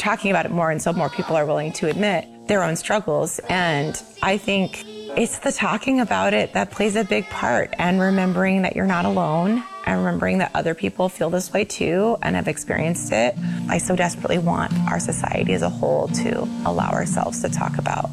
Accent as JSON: {"language": "English", "region": "Alaska", "country": "United States", "tie": "born or raised there", "said": "I am the director for Smart Song Circle. I grew up here in Alaska in a village called Sleep Mute."}